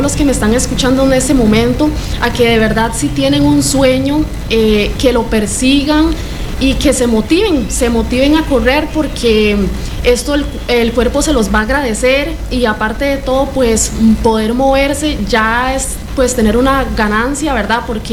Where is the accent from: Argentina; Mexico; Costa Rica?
Costa Rica; San Pablo, Heredia; Yo vengo desde Heredia, San Pablo.